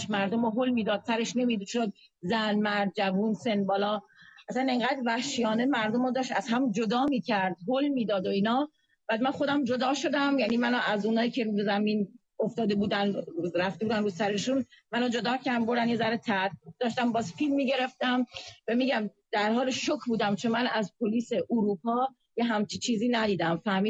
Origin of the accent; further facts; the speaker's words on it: Germany; ، از آلمان هستم، اومدم تظاهرات تو پاریس برای 20 ژوئن.